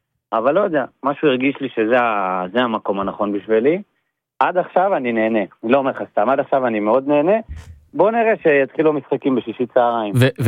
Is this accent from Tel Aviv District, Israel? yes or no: yes; Givatayim, Tel Aviv District, Israel; אני יליד גבעתיים, וכולם פה עד הפועל רמת גן